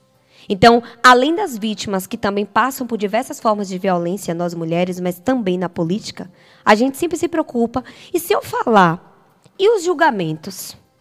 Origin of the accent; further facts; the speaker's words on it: Coração de Maria, Bahia, Brazil; born there; na cidade a qual eu pago meus impostos, na cidade a qual eu tenho história, tenho família, nasci no Hospital Ângelo Martins.